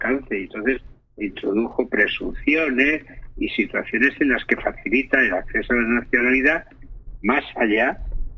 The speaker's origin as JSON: {"language": "Spanish", "town": "Tarragona", "region": "Catalonia", "country": "Spain", "lives_now": "Almería, Spain", "said": "Yo nací en Tarragona, yo soy catalán"}